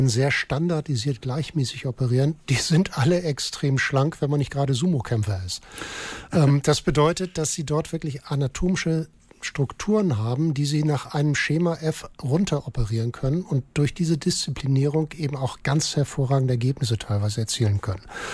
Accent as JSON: {"language": "German", "town": "Kiel", "region": "Schleswig-Holstein", "country": "Germany", "said": "ich bin Kieler."}